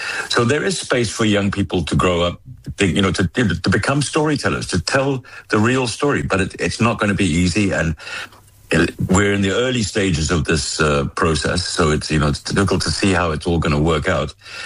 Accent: South Africa; moved away as an adult; now in Europe; I would return home, obviously, because I'm South African and I've always been South African.

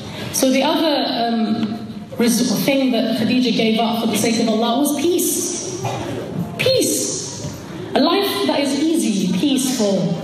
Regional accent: Hackney, London, United Kingdom; we grew up in Hackney. She used to walk on the streets of Hackney at a time when nobody wore hijab.

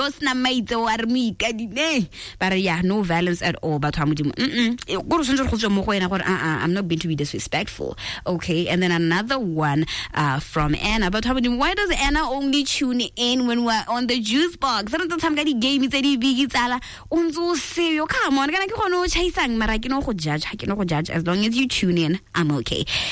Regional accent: Mochudi, Kgatleng District, Botswana; now in Gaborone, Botswana; I'm from Muchudi

